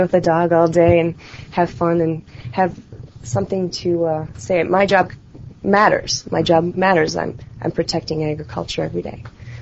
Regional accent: Green Bay, Wisconsin, United States; now in Chicago, United States; No, I was born in Green Bay and raised in Green Bay, but I'm based in Chicago.

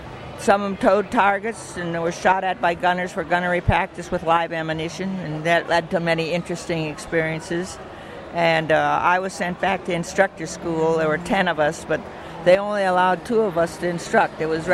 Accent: Rochester, Minnesota, United States; I grew up near Rochester, Minnesota

